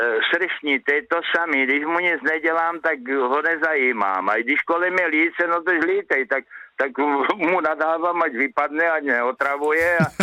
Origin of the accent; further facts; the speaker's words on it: Machová, Zlín Region, Czechia; Rodák z Machové.